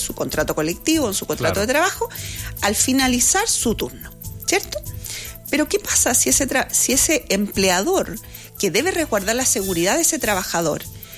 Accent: Chile; como chilenos, chilenas, habitantes de nuestro territorio chileno

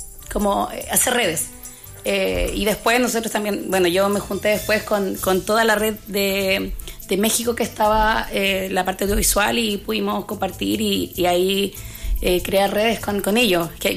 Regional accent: Copiapó, Atacama, Chile; yo soy de Atacama, soy una región chica, soy de Copiapó

